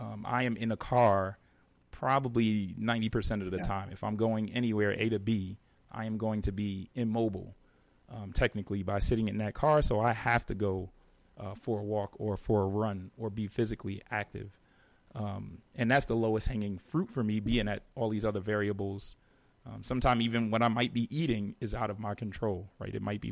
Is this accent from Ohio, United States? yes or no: no; New York, United States; moved away as an adult; now in Georgia, United States; Even moving to Georgia, actually, I'll throw that in there. As a New Yorker